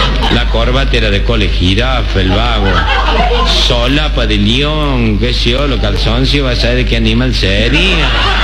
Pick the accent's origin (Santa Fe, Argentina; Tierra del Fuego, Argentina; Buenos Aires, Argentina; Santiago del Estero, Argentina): Buenos Aires, Argentina; Y yo soy de Villa Lugano.